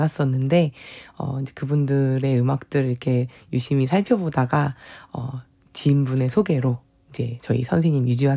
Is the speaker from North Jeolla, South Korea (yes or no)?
yes; Jeongeup, North Jeolla, South Korea; 사실 제가 고향이 전라북도 정읍이거든요.